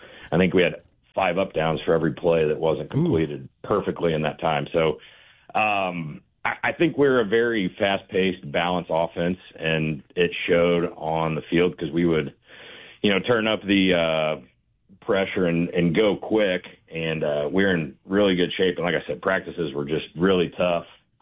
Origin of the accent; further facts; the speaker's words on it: Springfield, Illinois, United States; growing up in Springfield